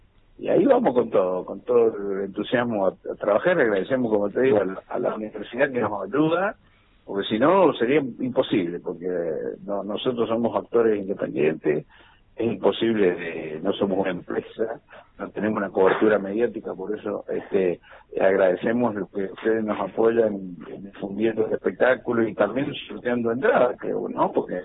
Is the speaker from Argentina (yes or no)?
yes; Mendoza, Argentina; somos mendocinos todos